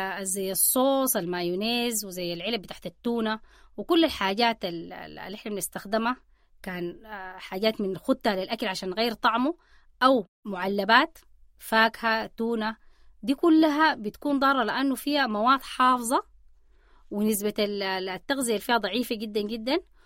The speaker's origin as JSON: {"language": "Arabic", "country": "Sudan", "said": "احنا كسودانيين طبعا بنحب اللحمة"}